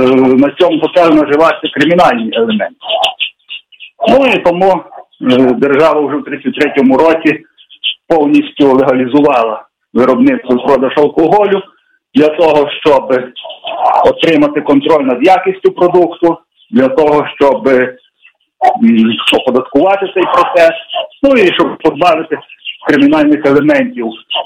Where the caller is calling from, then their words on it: Ivano-Frankivsk Oblast, Ukraine; я з Івано-Франківщини.